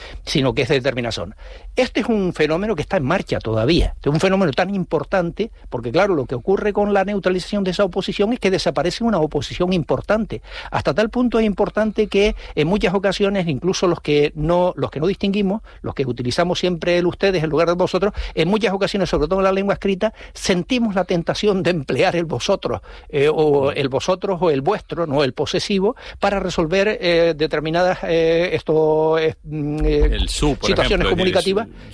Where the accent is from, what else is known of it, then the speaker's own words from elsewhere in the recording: Puerto del Rosario, Canary Islands, Spain; Yo recuerdo cuando niño, en Puerto del Rosario, que es donde pasé yo mi infancia